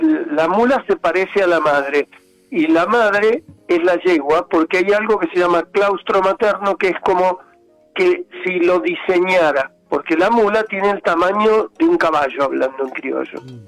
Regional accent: Argentina; Y hay tanta cosa que no recuperamos los argentinos.

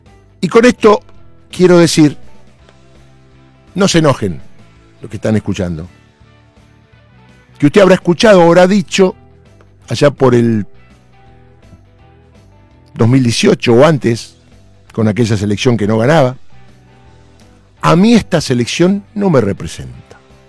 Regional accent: Argentina; Somos argentinos.

